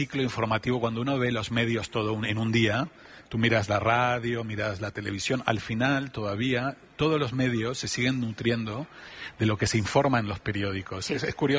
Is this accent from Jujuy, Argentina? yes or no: no; Buenos Aires, Argentina; moved away as an adult; now in Spain; Yo me crié en Buenos Aires, pero iba al kiosco en mi barrio